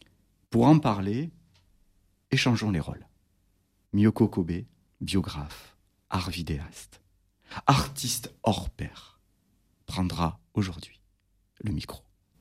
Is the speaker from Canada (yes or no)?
no; Carcassonne, Occitanie, France; also born or lived in Toulouse; now in Miramas, France; chez moi, dans l'Aude, parce que je suis carcassonnais, je suis né à Carcassonne en tout cas, j'ai vécu à Toulouse, je ne sais pas si les auditeurs entendent ou reconnaissent l'accent.